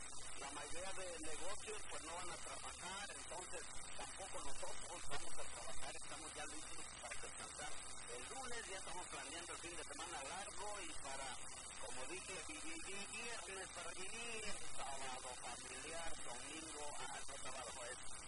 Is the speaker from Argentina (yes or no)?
no; Mexico; como somos los mexicanos buenos para poner sobrenombres